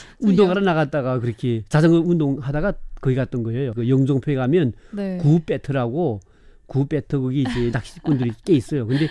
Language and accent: Korean; North Korea; now in South Korea; 그러다가 제가 말씨가 이상하니까 북한에서 왔다니까 그 다음에 너무 또 이제 반가워가지고